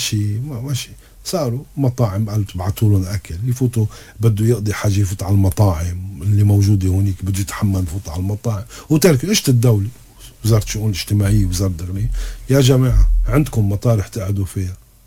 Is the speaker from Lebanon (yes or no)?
yes; Lebanon; نحن كلبنانيين